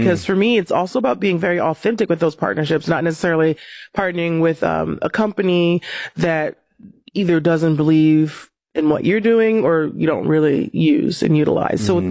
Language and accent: English; Compton, California, United States; When I started tennis, first of all, I'm from Compton, California, and I remember playing on these courts and, my life was great.